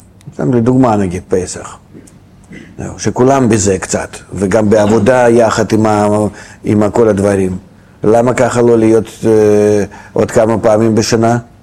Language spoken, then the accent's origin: Hebrew; Beersheba, Southern District, Israel; אני מגיע מבאר שבע